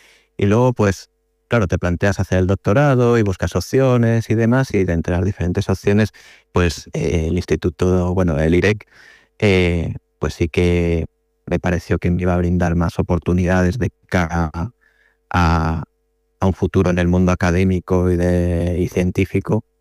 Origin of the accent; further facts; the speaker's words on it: Santa Maria del Camí, Balearic Islands, Spain; moved away as an adult; also born or lived in León; now in Ciudad Real, Spain; Yo no soy culipardo, soy mallorquín. Vengo de las Islas Baleares y bueno, de un pueblecito del interior. Bueno, de cerca de Palma, realmente, Santa María del Camino.